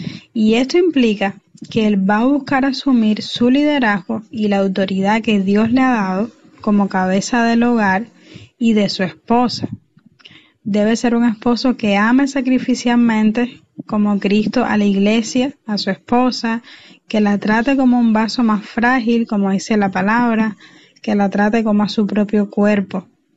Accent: Pinar del Río, Cuba; desde Pinar del Río, Cuba, para El Faro de Redención.

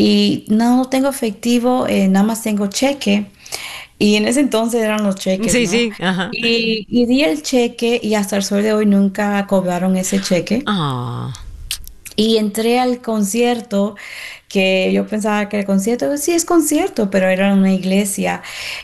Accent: Miami, Florida, United States; moved away as an adult; now in Texas, United States; Yo soy de Miami, esto fue en Miami, yo trabajaba en Sony Music en South Beach, en Miami.

